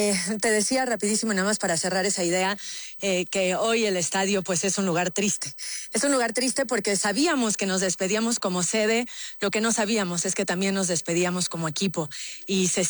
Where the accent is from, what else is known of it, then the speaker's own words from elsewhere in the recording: Mexico; Vivi, creo que hay que destacar lo que hicimos como mexicanos, más allá del funcionamiento del equipo